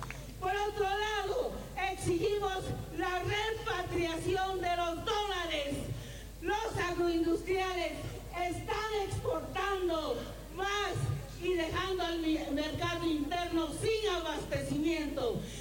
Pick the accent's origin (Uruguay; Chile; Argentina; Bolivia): Bolivia; Como bolivianos no podemos aceptar aquello.